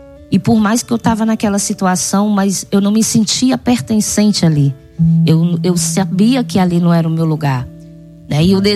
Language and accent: Portuguese; Fortaleza, Ceará, Brazil; born there; Eu nasci aqui em Fortaleza, Ceará